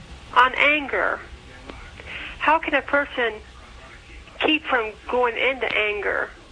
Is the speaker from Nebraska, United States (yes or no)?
yes; Nebraska, United States; I'm from Nebraska.